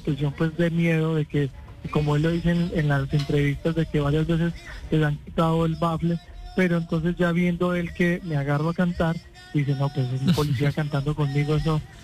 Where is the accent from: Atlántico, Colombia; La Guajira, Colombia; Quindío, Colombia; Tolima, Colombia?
Quindío, Colombia; La Tebaida; Soy oriundo de la Tebaida Quindío.